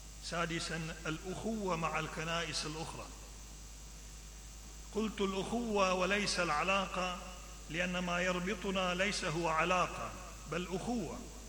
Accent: Iraq; قوة كنيستنا الكلدانية هي بقوة الكنائس الشقيقة الأخرى، وخاصة في الشرق وفي بلدنا العراق

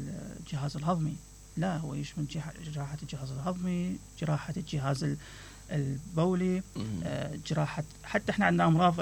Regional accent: Mosul, Nineveh, Iraq; نعم، أنا ولدت في مدينة الموصل.

